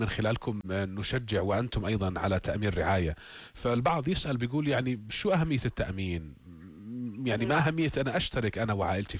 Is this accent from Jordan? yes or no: yes; Jordan